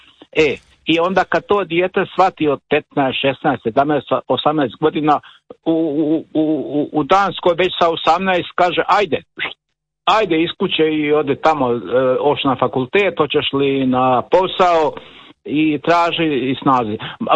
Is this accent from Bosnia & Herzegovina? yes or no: no; Dalmatian Hinterland, Croatia; born there; Ja sam rođen u Dalmatinskoj Zagori.